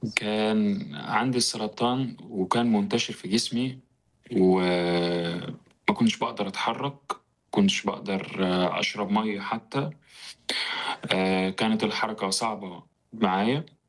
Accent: Egypt; born there; وأنا اتولدت في مصر من خلفية إسلامية سنية

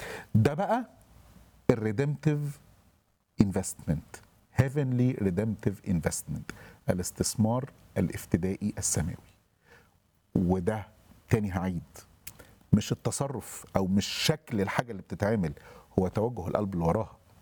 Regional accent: Egypt

